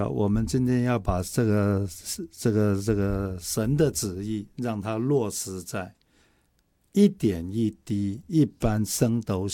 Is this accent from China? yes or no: no; Taiwan; 我们台湾人很善良